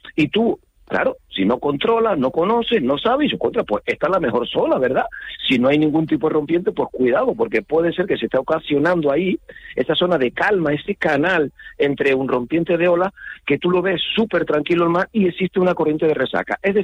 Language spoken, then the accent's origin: Spanish; Canary Islands, Spain